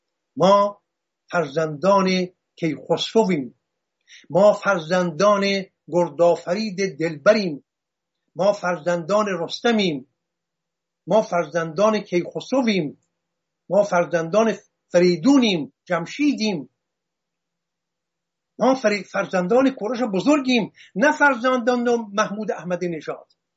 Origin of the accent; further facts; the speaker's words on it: Hamadan, Iran; born there; در سنگ نبشتهی که در گنجنامه همدان زادگاه ما، زادگاه من برای ما به یادگار گذاشت